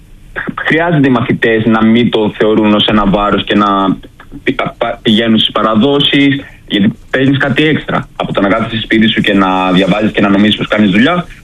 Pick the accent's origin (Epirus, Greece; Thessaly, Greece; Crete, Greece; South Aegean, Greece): South Aegean, Greece; Rhodes; Ναι, είμαι από τη Ρόδο.